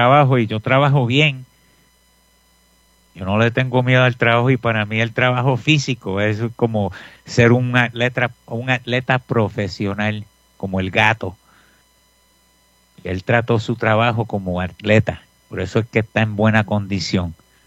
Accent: Puerto Rico; como buen boricua, esa es la que hay.

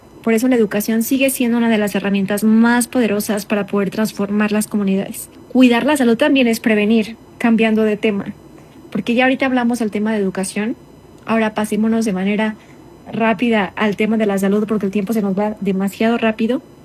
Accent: Mexico; now in Denver, United States; como mexicanos estamos para apoyarnos unos a los otros

